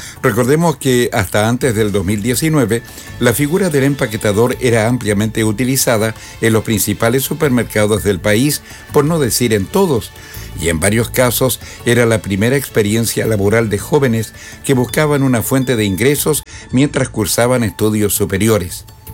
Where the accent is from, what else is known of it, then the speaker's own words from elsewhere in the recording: Chile; Pero somos chilenos